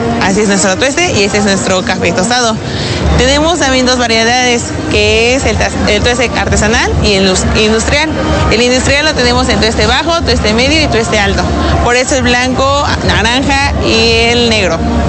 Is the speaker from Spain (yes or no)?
no; Chicontla, Puebla, Mexico; somos de la Sierra Norte de Puebla, pertenecemos a la comunidad de Chicontla, que pertenece al municipio de Jopala, a un costado de Jicotepec de Juárez.